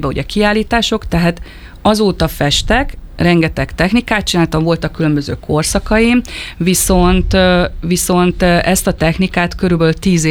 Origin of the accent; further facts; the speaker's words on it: Budapest, Hungary; born there; moved away as an adult; now in Nagykanizsa, Hungary; pesti születésű vagyok, néhány éve költöztünk vidékre